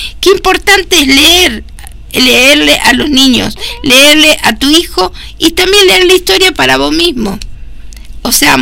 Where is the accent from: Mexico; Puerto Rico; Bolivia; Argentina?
Argentina; Nosotros todavía, no solo por el mundial, como argentinos, en este mes de la bandera, como el mes pasado fue el mes de la patria y ahora viene el mes de la independencia, nosotros vamos a tener esta bandera acá.